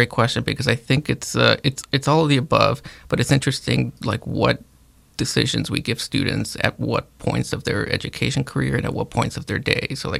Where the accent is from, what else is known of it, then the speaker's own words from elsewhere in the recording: Chicago, Illinois, United States; English is a second language; I am a proud of the Chicago Public Schools, born and raised in Chicago, proud son of immigrant parents.